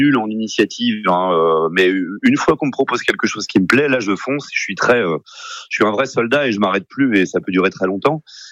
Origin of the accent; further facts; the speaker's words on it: France; chez nous en France